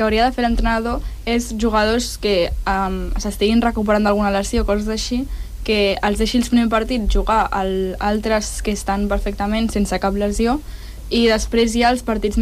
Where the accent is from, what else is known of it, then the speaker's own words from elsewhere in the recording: Catalonia, Spain; Perquè soc de Catalunya